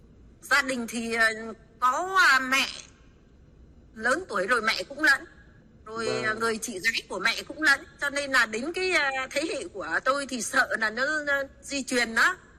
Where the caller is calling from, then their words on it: Dong Nai, Vietnam; cô ở Đồng Nai.